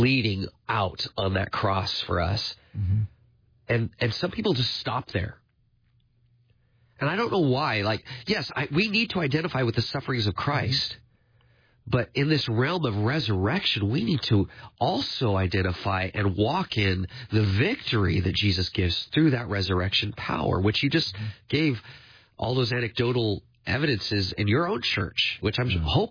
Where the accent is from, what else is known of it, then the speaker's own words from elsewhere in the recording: Apple Valley, United States; when I was a teenager, my church growing up in Apple Valley, they did an Easter production called The Promise.